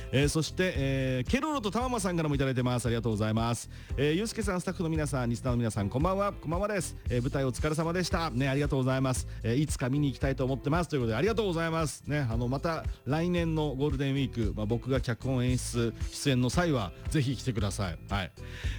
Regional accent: Tochigi, Japan; 栃木出身ですけど、

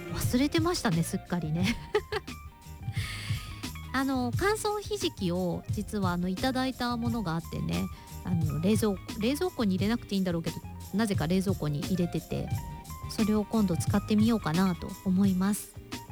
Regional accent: Fukuoka, Japan; 私も福岡出身なので

